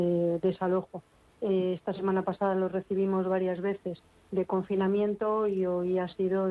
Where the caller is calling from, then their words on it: Valdemaqueda, Community of Madrid, Spain; nos han desalojado de Valdemaqueda y ahora mismo yo estoy en Madrid, en casa de mi familia, en casa de mis padres y de mi hermano.